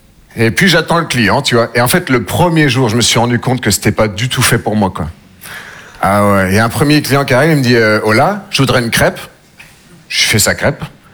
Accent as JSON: {"language": "French", "region": "Nouvelle-Aquitaine", "country": "France"}